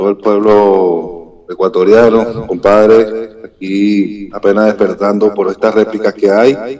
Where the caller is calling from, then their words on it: Caracas, Capital District, Venezuela; Yo sabes que yo vivo en Caracas